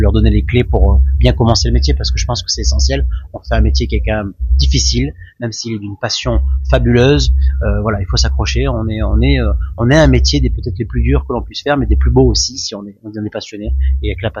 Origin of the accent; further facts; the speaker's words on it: Sisteron, Provence-Alpes-Côte d'Azur, France; Moi, je suis de Provence, hein, donc j'ai fait l'école hôtelière à Marseille-Bonneveine autrefois